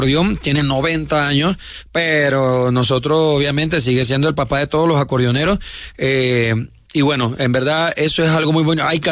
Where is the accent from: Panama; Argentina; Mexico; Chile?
Panama; yo fui a Viña del Mar a representar a Panamá